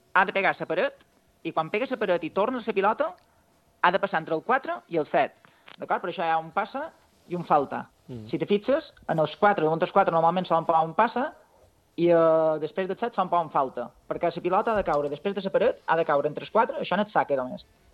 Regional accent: Balearic Islands, Spain; nosaltres som mallorquins

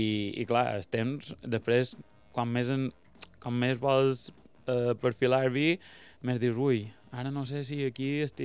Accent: Santa Maria del Camí, Balearic Islands, Spain; Nosaltres som de Santa Maria.

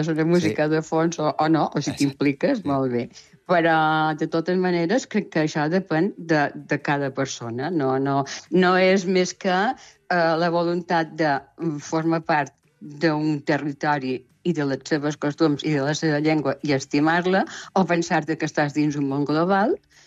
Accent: Balearic Islands, Spain; nosaltres també deim que som mallorquins i parlem català de Mallorca

